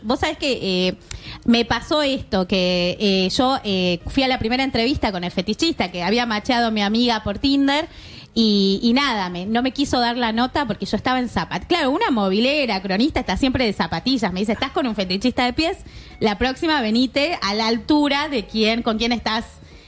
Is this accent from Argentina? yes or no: yes; Salta, Argentina; Así que soy, claro, de Salta, claro, católica y todas las cosas.